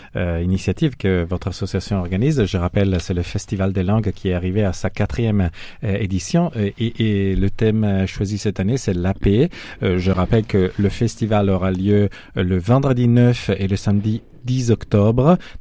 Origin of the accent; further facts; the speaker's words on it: Italy; now in France; parce que je suis italien aussi.